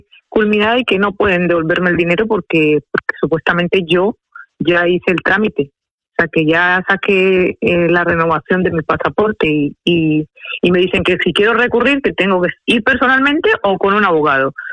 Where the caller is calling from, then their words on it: Madrid, Community of Madrid, Spain; de Madrid.